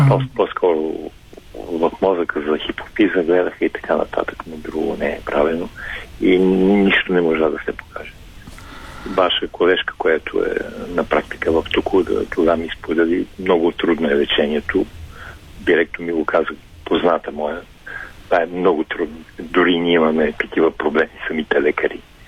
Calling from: Sofia, Sofia City, Bulgaria; съм от София.

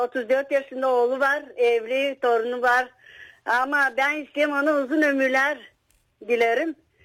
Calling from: Isperih, Razgrad Province, Bulgaria; ben İsterikler

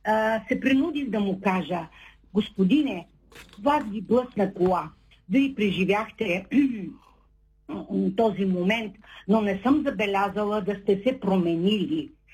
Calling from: Shumen, Shumen Province, Bulgaria; съм от Шумен.

